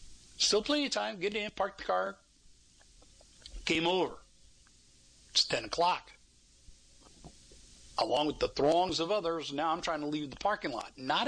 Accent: Texas, United States; And I'm a native Texan, man. I was born and I was raised here. I'm as psycho Texan as you can get.

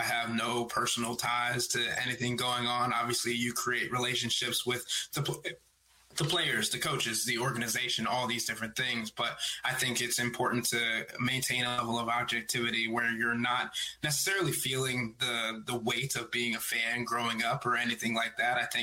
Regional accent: Ellicott City, Maryland, United States; moved away as an adult; now in Cleveland, United States; I grew up in Ellicott City.

